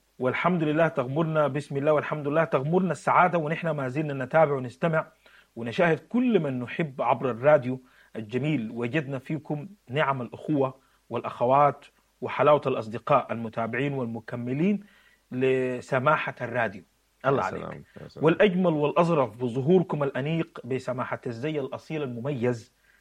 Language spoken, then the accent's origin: Arabic; Sudan